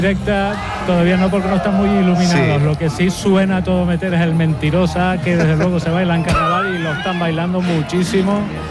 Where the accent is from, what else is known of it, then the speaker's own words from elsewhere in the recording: Santa Cruz de Tenerife, Canary Islands, Spain; Yo soy de Santa Cruz, pero el club es de la isla.